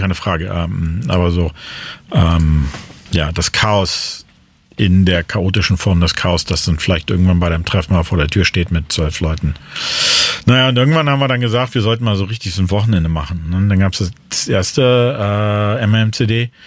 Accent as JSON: {"language": "German", "town": "Braunschweig", "region": "Lower Saxony", "country": "Germany", "also_born_or_lived": "Darmstadt", "said": "ich bin halt aus Braunschweig hergekommen, da war noch nicht viel los. Und ich habe halt ein paar Jahre in Darmstadt studiert"}